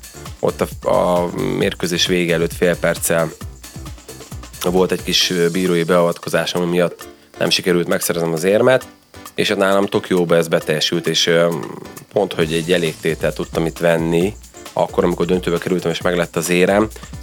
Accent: Ceglédbercel, Pest, Hungary; mi azért lokálpatrióták vagyunk, Cegléd, Cegléd Bercerről, származunk, és hát én láttam azt, hogy honnan, hová lehet eljutni, hogy egy vidéki srác is igenis fel tudja magát küzdeni Európa tetejére

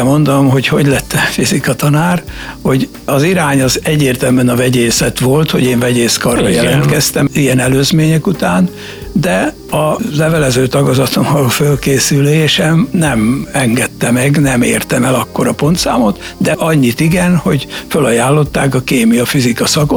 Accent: Pest, Hungary; Törteli szomszéd település.

